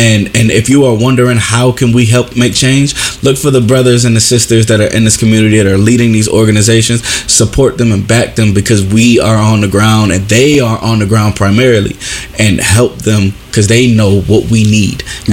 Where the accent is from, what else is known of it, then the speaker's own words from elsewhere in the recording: Chicago, Illinois, United States; I was born in Chicago, but I was raised my entire life in the 19th Ward.